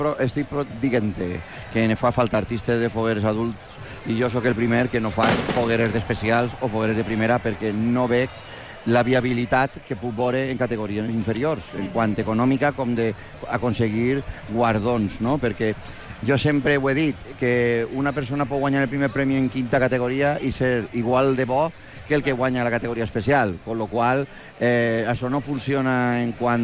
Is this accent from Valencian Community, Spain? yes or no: yes; Elda, Valencian Community, Spain; Perquè jo que sóc d'Elda i ahir en la meva època no n'hi havia el que n'hi ha ara